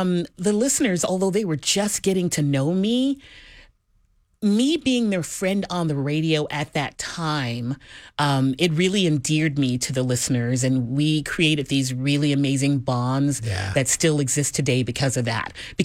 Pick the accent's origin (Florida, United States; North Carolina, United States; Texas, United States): Texas, United States; Houston; Born and raised in Houston, H-Town. I am a proud graduate of Jack Yates High School.